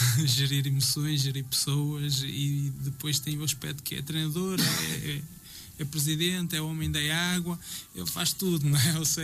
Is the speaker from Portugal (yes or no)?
yes; Portugal; eu sou daquelas pessoas que desde sempre sinto a terra com muita paixão. Hoje em dia já vivo-se num mundo global, mas eu ainda sou muito bairrista, então Bitarães para mim quer dizer muito e vai continuar a dizer sempre.